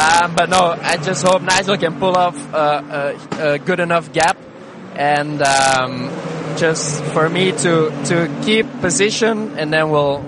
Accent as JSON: {"language": "English", "country": "Belgium", "said": "It's my home country. It's my home race."}